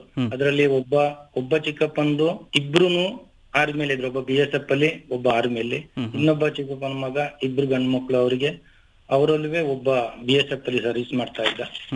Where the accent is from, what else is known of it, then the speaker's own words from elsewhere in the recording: Ayyangeri, Karnataka, India; ನಾನು ಕೊಡಗು ಜಿಲ್ಲೆ ಅಯ್ಯಂಗಿರಿ ಗ್ರಾಮ … ಜುಲೈ 15 1965ರಲ್ಲಿ ಜನಿಸಿರುತ್ತೇನೆ ಸರ್. ನಾವು 7 ಜನ ಮಕ್ಕಳಲ್ಲಿ ನಾನು ಕೊನೆಯವನು.